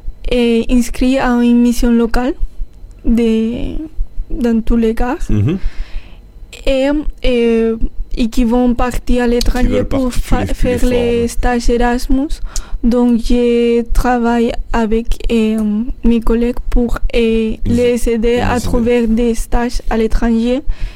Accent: Castilla-La Mancha, Spain; French is a second language; Mais moi, je viens de Castilla-La Mancha, qui c'est en région... qui vivent de l'agriculture, parce que c'est une llanure, donc ça permet de l'agriculture, on dira. Et mes parents, ils sont agriculteurs.

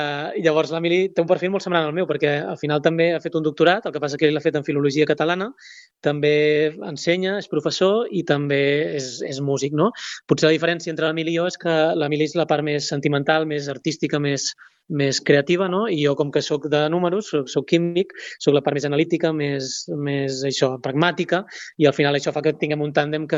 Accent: Reus, Catalonia, Spain; sóc de Reus, i sóc una persona que potser l'adjectiu seria una persona inquieta

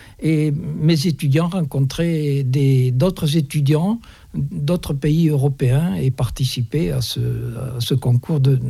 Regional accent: Occitanie, France; Je suis originaire du Minervois, je suis fils de vigneron

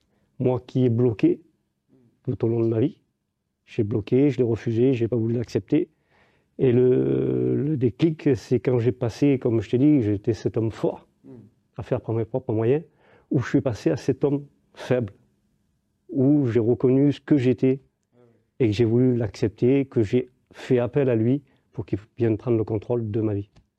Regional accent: Perpignan, Occitanie, France; je suis de Perpignan, je suis marié.

